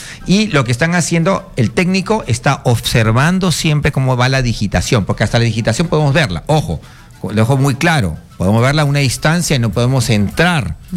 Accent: Peru

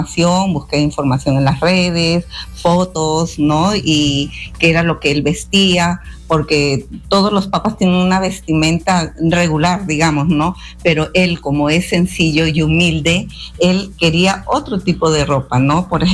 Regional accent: Chiclayo, Lambayeque, Peru; nuestro cariño de Chiclayo hacia él

